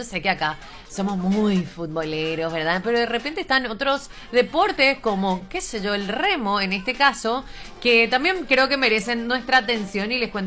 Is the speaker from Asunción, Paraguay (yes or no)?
no; Luque, Central, Paraguay; yo también soy de Luque